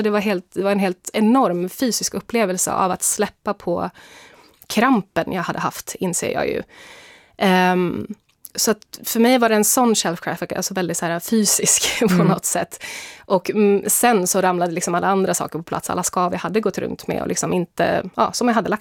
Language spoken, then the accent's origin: Swedish; Sweden; jag var mormon före jag var svensk, brukar jag förklara det som nu